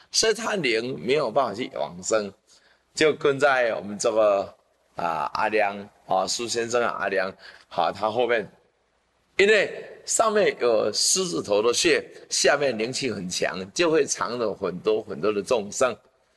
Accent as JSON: {"language": "Chinese", "country": "Taiwan", "tie": "born there", "said": "我家乡呢。我们的唐山过台湾"}